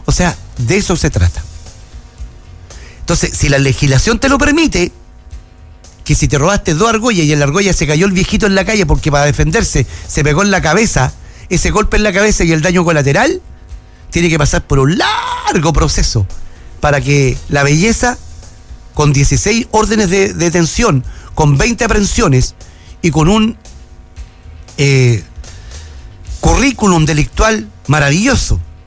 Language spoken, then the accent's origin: Spanish; Chile; Estoy hablando como chileno.